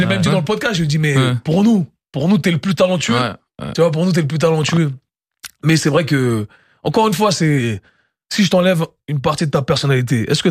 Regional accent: Switzerland; en plus moi je suis suisse

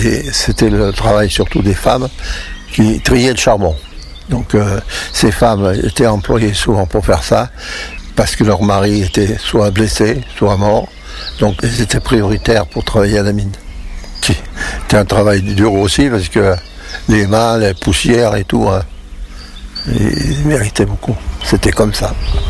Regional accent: Buxières-les-Mines, Auvergne-Rhône-Alpes, France; Chez nous, à Buxière, 300 mètres.

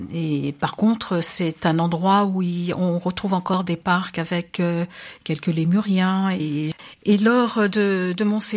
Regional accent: Madagascar; now in France; je suis d'origine de Madagascar, mais ça fait pratiquement un demi-siècle que je suis en France. Ah, et je rentre maintenant, ces dernières années, régulièrement pour revoir ma famille, mes origines.

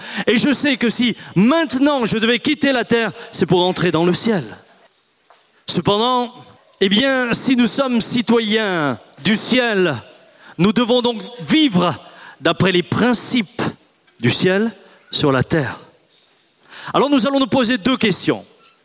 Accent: France; born there; Je suis né en France et je suis français.

